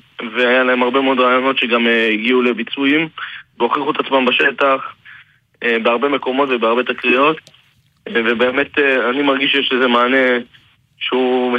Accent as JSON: {"language": "Hebrew", "town": "Beersheba", "region": "Southern District", "country": "Israel", "lives_now": "Tel Aviv, Israel", "said": "במקום באר שבע, עכשיו בתל אביב."}